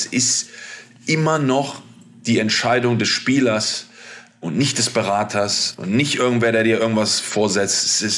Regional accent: Hanover, Lower Saxony, Germany; moved away as an adult; auf einmal spielst du als Hannoveraner für 96

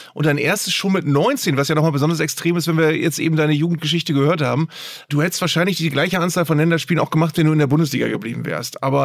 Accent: Bremen, Germany; wir sind Deutsch, wir kommen aus Bremen

